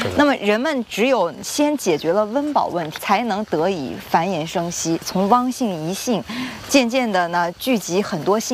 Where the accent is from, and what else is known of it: China